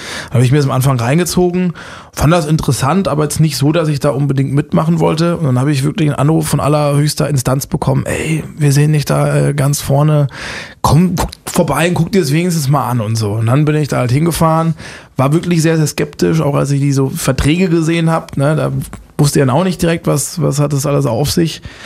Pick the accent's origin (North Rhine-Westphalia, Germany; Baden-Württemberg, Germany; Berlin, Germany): Baden-Württemberg, Germany; Busenbach; born or raised there